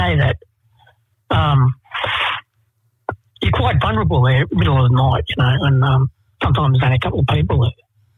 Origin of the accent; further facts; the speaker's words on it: Melbourne, Victoria, Australia; I grew up in Fitzroy in Melbourne, but my mob is Gunai Kanai and Gunatamara, or Western Districts of Victoria, Kulin Nation, basically.